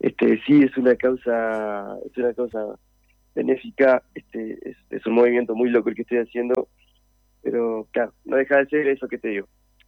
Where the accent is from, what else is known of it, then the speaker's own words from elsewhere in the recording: Fray Bentos, Río Negro, Uruguay; now in Montevideo, Uruguay; yo soy fragmentino, si bien estoy viviendo en Montevideo, yo soy de Fragmentos